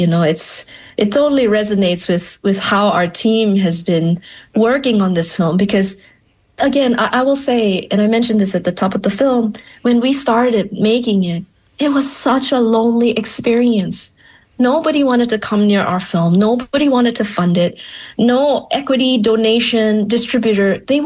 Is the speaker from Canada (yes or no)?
no; Malaysia; moved away; I'm originally from Malaysia